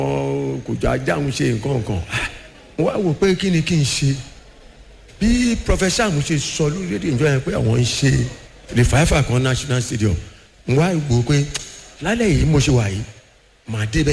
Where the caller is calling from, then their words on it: Ipaja, Lagos, Nigeria; mo wa lati Mosan Abidap ni Ipaja